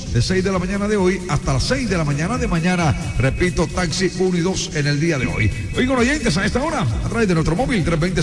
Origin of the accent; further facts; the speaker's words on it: Cartagena, Bolívar, Colombia; el locutor feliz de la felicidad de Cartagena, la alegría de la emisora que más oye mi tierra linda